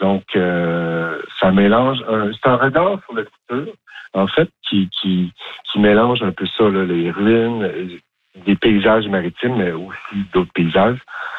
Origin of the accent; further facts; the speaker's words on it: Quebec, Canada; now in Maisonnette, Canada; Oui, je suis originaire des Cantons de l'Est, mais j'habite à Montréal un petit bout.